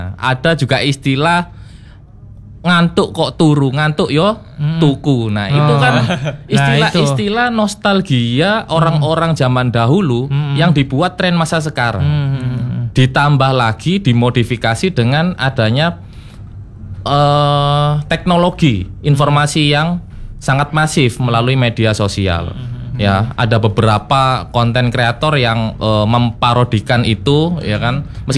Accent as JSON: {"language": "Indonesian", "town": "Surabaya", "region": "East Java", "country": "Indonesia", "tie": "born or raised there", "said": "Bahwasanya saya asli Surabaya, Mas. Jadi saya asli Surabaya, kampung dan juga pinggiran kota Surabaya."}